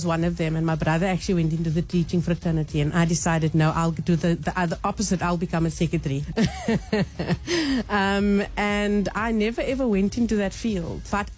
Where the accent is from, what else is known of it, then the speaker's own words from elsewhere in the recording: Athlone, Western Cape, South Africa; I grew up in Athlone, Garlandale. My father died when I was six. And my mom and I and my brother were forced to move in with my grandparents and my grandmother into a one bedroom in Athlone. So that's where I grew up.